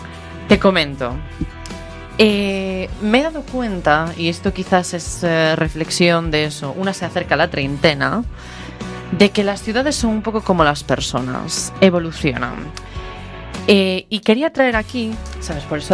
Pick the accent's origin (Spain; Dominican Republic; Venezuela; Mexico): Spain; Galicia; now in Brussels, Belgium; como español y como gallego también.